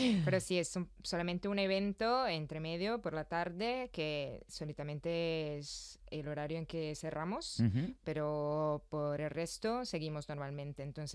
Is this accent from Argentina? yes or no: no; Italy; now in Madrid, Spain; somos italianos